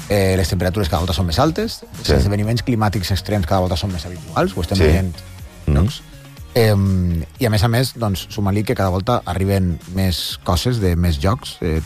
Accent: Faura, Valencian Community, Spain; No, d'un poblet a costa de Sagunt, que es diu Faura.

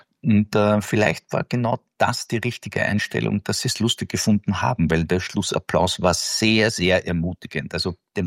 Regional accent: Vienna, Austria; Also der Tod ist für uns Wiener ja eine lustige Episode

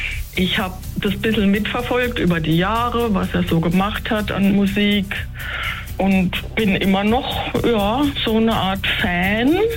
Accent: Rhineland-Palatinate, Germany; Für mich ist, wir sind ja Pfälzer, ne?

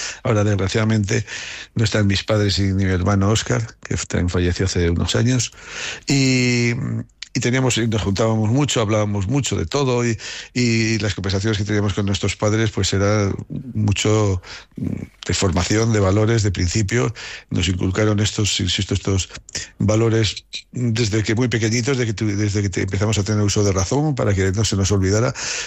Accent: Haro, La Rioja, Spain; me siento muy querido en mi pueblo. Bueno, mi pueblo, que la alcaldesa cuando me oye hablar así se enfada porque dice … que Aro es una ciudad. Pero que sí, Guadalupe, ya lo sé. Pero yo he vivido los años 70 y 80 cuando Aro era

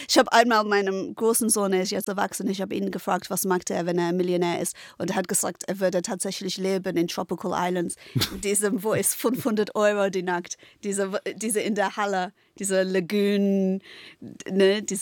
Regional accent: London, East of England, United Kingdom; German is a second language; moved away; Ich komme aus Essex, London, und wir haben kleinere Häuser

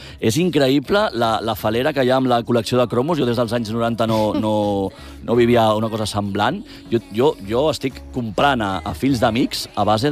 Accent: Barcelona, Catalonia, Spain; com a culers, com a barcelonins

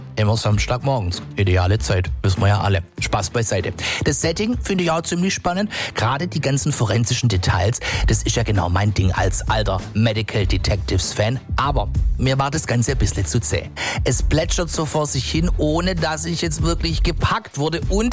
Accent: Swabia, Germany; als Schwabe bricht man keine Bücher ab

